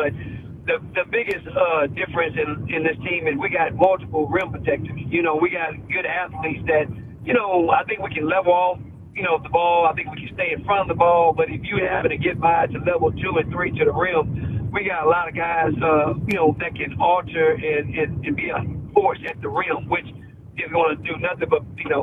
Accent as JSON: {"language": "English", "town": "Waco", "region": "Texas", "country": "United States", "said": "I'm from Waco, Texas, where Baylor University is at."}